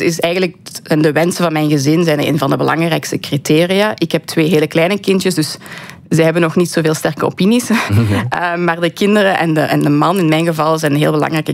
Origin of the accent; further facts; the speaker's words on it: Belgium; now in Washington, United States; Het is toch belangrijk voor ons om ook hier tijd door te brengen om die connecties met ons thuisland goed te behouden.